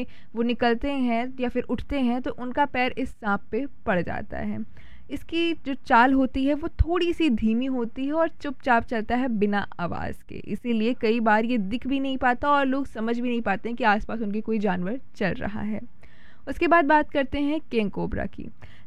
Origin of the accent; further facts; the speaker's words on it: Uttar Pradesh, India; क्योंकि देखिए हम उत्तर प्रदेश से बिलोंग करते हैं